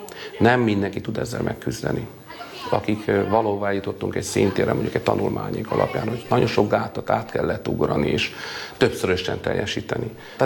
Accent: Hungary; magyar ember vagyok, de mellette cigány emberként is, beás cigány

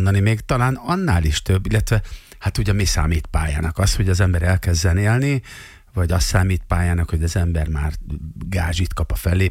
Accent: Szeged, Csongrád-Csanád, Hungary; Szegedi vagyok, igen.

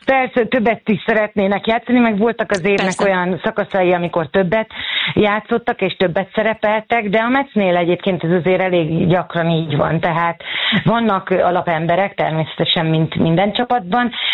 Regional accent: Hungary; természetesen magyarként annak örültünk volna, hogyha Győr nyeri ezt a Bajnokok Ligáját

